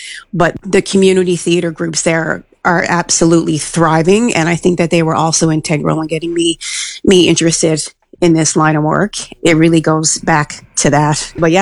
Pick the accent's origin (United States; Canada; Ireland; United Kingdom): Canada; Newfoundland and Labrador; accent: Newfoundland; the Newfoundland dialect and where I was from and where my accent's from